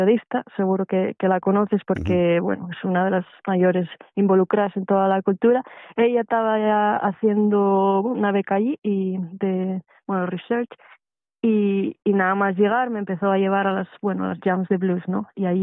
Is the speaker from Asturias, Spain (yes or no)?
yes; Corias, Asturias, Spain; born there; also born or lived in Xedré, Cangas del Narcea; yo nací en Corias, tengo que decirlo para que nadie se me enfade, y fue cuando yo pasaba para el instituto que nos mudamos para Xedré. Mi padre ya es original de Xedré y siempre tuvo la espinina esa en él, que siempre quiso volver para la su casa.